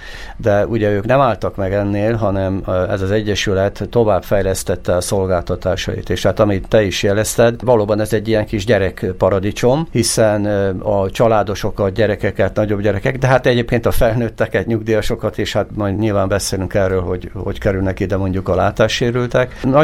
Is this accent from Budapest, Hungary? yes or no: no; Győr-Moson-Sopron, Hungary; örülünk neki egyébként ott a Rába közben, ami az én szülőföldem